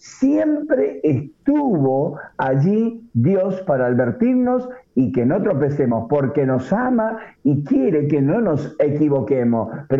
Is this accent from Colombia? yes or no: no; Argentina